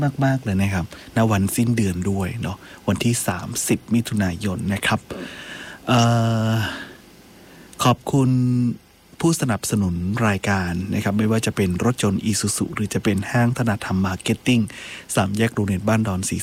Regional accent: Northern Thailand, Thailand; อันนี้ก็เป็นวิถีของล้านนาเราเนาะคนเมืองเราเนี่ยครับ

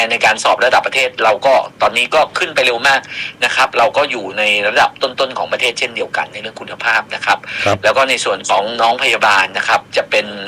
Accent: Sakon Nakhon, Thailand; พวกเราทุกคนที่เป็นชาวสกลนคร

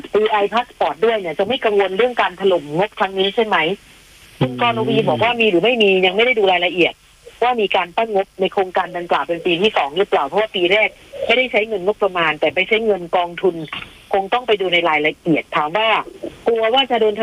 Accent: Bangkok, Thailand; moved away; เราอยู่เป็นชาวกรุงเทพมาตลอด38ปี

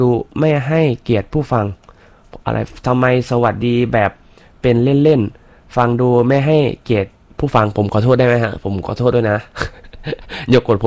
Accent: Isan, Thailand; ผมคนอีสานบ้านเฮาพี่น้องมื้อนี้หลายๆนะครับ

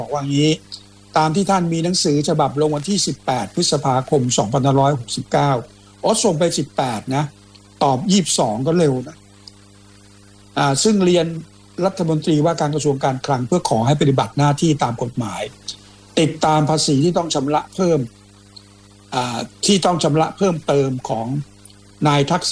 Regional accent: Hua Ro, Phra Nakhon Si Ayutthaya, Thailand; ใช่เด็กหัวรอ

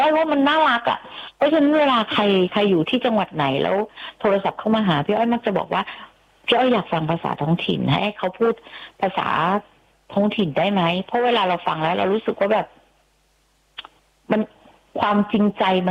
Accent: Southern Thailand, Thailand; เป็นคนใต้เนี่ย … ก็พูดออกทองแดงเพราะว่า … ไม่ได้อยู่ใต้ตลอดเวลา

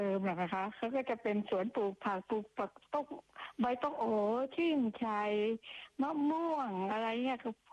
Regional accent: Chachoengsao, Thailand; accent: Paet Riu; สวัสดีค่ะสำเนียงแปดริ้วค่ะ

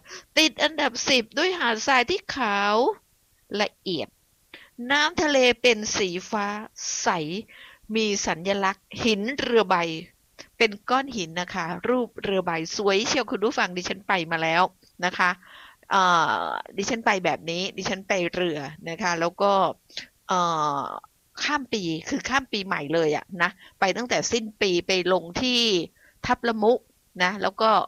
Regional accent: Phuket, Thailand; บ้านดิฉันเองจังหวัดภูเก็ตดิฉันเนี่ยเป็นคนบ้านนอกเนาะอยู่นอกนะนอกแผ่นดินนะดิฉันมาจากเกาะคุณผู้ฟัง

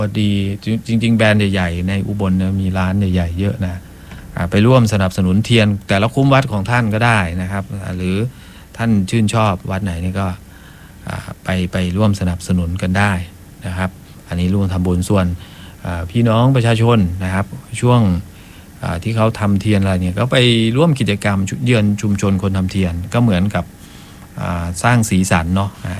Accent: Ubon Ratchathani, Thailand; คือเราเป็นคนอุบลพอรู้ถึงขั้นตอนตั้งแต่เริ่มต้นกว่าจะมาเป็นเทียนเนี่ย

